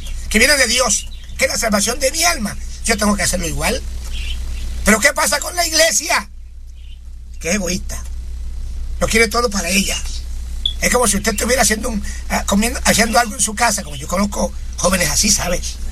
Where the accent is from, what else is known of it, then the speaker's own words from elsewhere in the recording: Puerto Rico; Yo estuve muchos años primero predicando en Puerto Rico en diferentes áreas, incluyendo en mi pueblo, diferentes barrios.